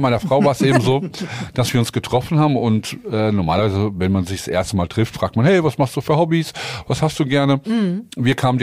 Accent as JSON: {"language": "German", "town": "Frankfurt", "region": "Hesse", "country": "Germany", "said": "Ich komme aus Frankfurt"}